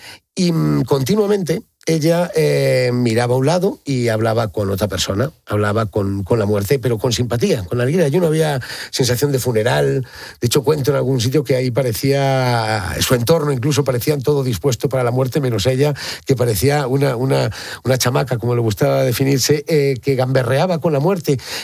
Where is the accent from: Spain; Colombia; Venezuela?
Spain; moved away as an adult; also born or lived in Mexico / Latin America; Yo me consideraba y soy español 100%, por supuesto, y creía estar muy conectado a mi país.